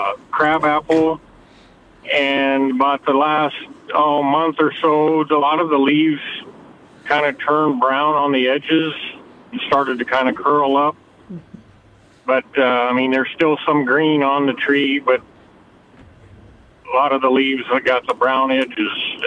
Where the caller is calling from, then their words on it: Swanton, Nebraska, United States; from Swanton.